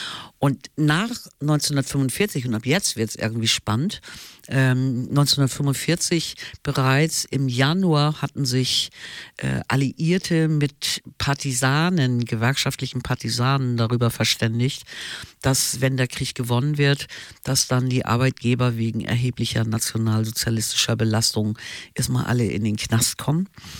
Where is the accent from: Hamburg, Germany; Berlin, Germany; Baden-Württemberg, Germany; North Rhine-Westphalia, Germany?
Hamburg, Germany; born there; Ich habe da natürlich jetzt hier als gebürtige Hamburgerin eine Westsozialisation.